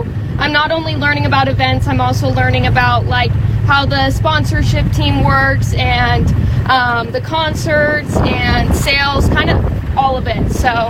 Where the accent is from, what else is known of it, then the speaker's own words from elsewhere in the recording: Arapahoe, Nebraska, United States; from Arapahoe, and I am the events and entertainment intern for the State Fair this summer.